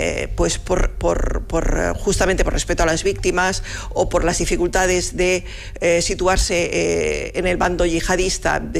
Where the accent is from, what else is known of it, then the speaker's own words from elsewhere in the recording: Andalusia, Spain; now in Barcelona, Spain; bueno, soy sevillana, pero resido en Barcelona desde hace muchos años